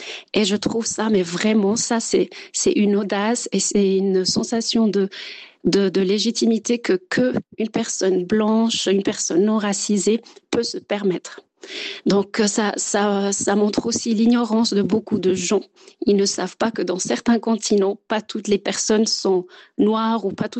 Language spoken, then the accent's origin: French; Switzerland; si je réponds que je suis Suissesse, ce n'est pas suffisant